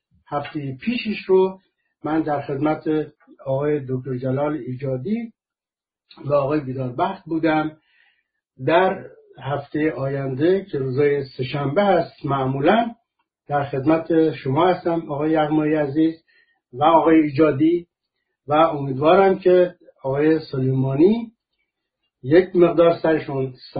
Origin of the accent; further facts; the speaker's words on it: Iran; من شخصا سیلی شخصی خوردم به عنوان یک ایرانی